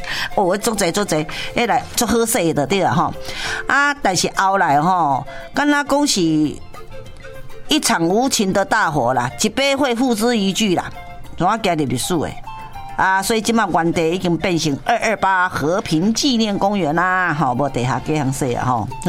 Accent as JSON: {"language": "Chinese", "region": "Kaohsiung", "country": "Taiwan", "said": "那根本说就是我们高雄人避暑的最高殿堂啦"}